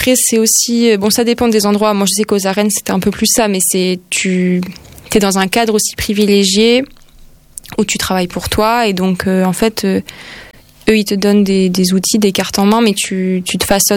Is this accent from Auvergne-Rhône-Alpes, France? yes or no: yes; Grenoble, Auvergne-Rhône-Alpes, France; Après, moi, je suis allée pas mal sur place en Ariège, puis j'ai grandi à Grenoble et tout.